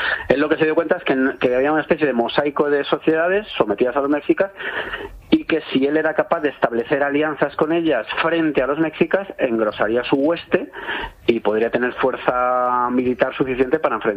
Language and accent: Spanish; Cuenca, Castilla-La Mancha, Spain; Hola, Pedro, muy bien, muy bien. En mi pueblo, en Cuenca estoy.